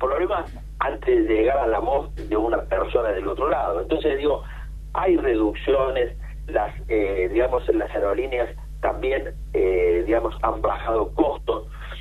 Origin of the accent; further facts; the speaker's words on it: Villa del Totoral, Córdoba, Argentina; un gringo de Villa del Totoral, de donde soy yo